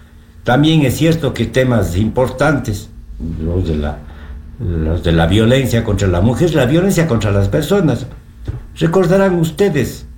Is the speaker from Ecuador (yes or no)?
yes; Cuenca, Azuay, Ecuador; los que somos cuencanos